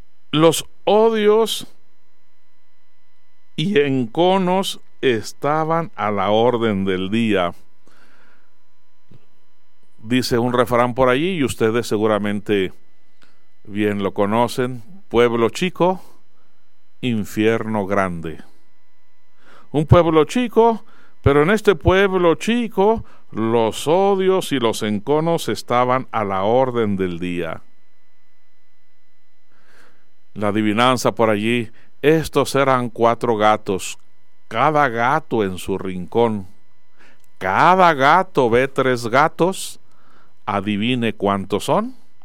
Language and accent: Spanish; Zacatecas, Mexico; nuestro pueblo, nuestra sociedad zacatecana y nuestra sociedad mexicana